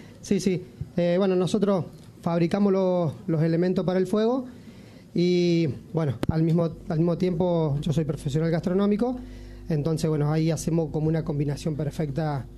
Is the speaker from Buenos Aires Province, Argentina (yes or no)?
no; Colonia Caroya, Córdoba, Argentina; somos acá de Colonia Carolla.